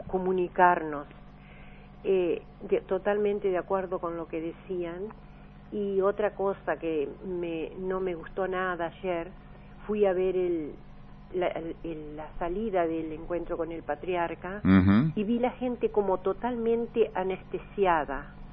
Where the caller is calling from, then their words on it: Uruguay; Como uruguaya